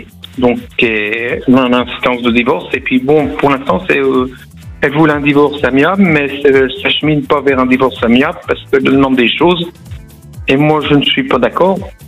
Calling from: Auvergne-Rhône-Alpes, France; D'Ardèche.

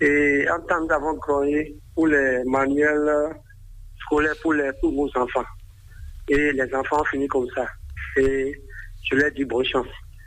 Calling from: Adjohoun, Ouémé, Benin; Je suis à Sobaïzac, depuis Azonfer, dans la commune d'Adjou.

